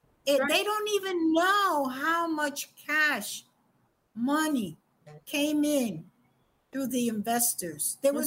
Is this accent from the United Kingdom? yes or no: no; Puerto Rico; I'm not from Costa Rica. I'm from Puerto Rico.